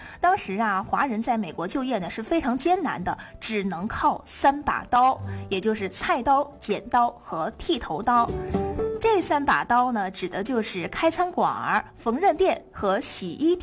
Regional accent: China

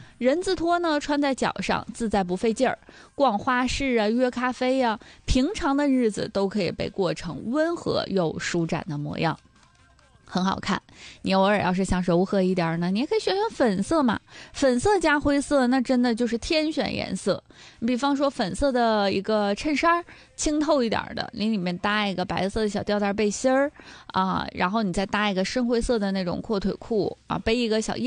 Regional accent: Northeast China, China; 用我们东北话说，凉哇哇的啊

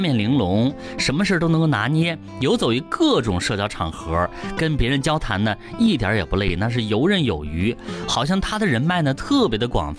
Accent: China

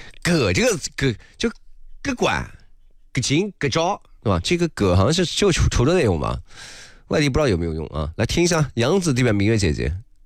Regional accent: Ningguo, Anhui, China; accent: Ningguo dialect; 我们老家宁国话

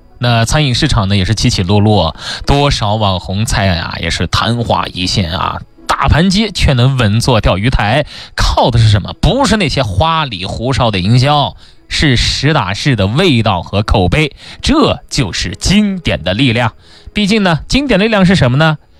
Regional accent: Xinjiang, China; 这毕竟咱们新疆有一个城市沙湾啊

